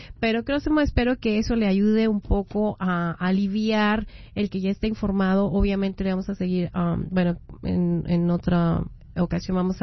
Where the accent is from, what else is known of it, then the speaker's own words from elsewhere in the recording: Mexico City, Mexico; moved away; Yo soy de la Ciudad de México y como vengo de Chilanga